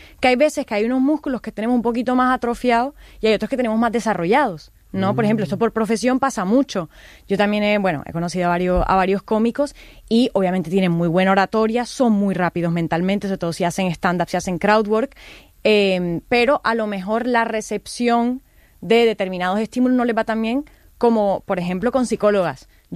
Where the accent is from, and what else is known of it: Caribbean Region, Colombia